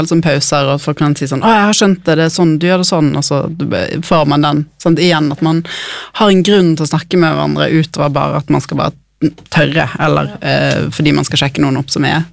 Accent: Bergen, Vestland, Norway; accent: Bergen dialect; now in Oslo, Norway; Dere hører jo på dialekten min, jeg er fra Bergen.

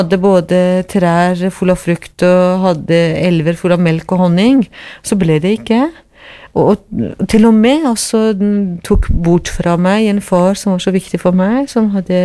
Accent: Tehran, Tehran Province, Iran; Norwegian is a second language; moved away as an adult; now in Norway; jeg hadde utdannelse bak meg da jeg kom fra Teheran.

